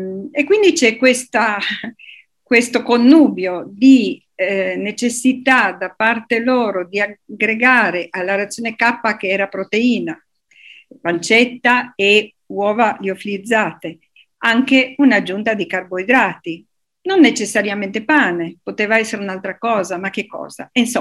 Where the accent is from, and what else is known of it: Turin, Piedmont, Italy